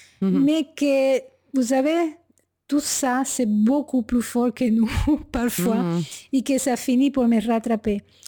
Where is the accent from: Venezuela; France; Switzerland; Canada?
Venezuela; C'est que je suis déjà née dans une tradition. Et je viens des Indiens guajiros, du Venezuela.